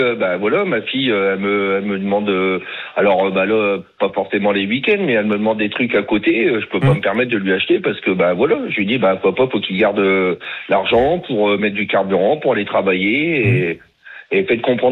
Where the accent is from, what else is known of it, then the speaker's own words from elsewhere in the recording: France; Tandis que moi, je suis un Français et je préfère payer mes factures